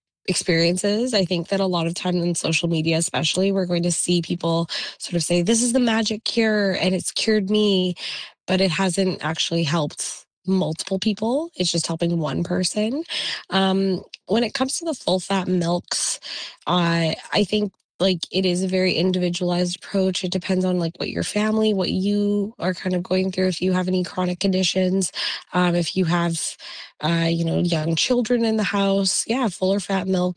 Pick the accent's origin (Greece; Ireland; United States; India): India; I'll say India just because I'm Indian